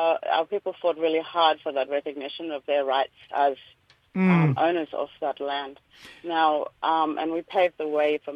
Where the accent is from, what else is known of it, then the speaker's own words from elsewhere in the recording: Aurukun, Queensland, Australia; I'm from Western Cape York, the WIC people.